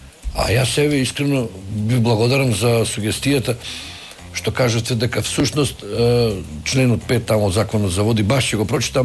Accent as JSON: {"language": "Macedonian", "town": "Gostivar", "region": "Polog", "country": "North Macedonia", "said": "Јас сум од Гостивар."}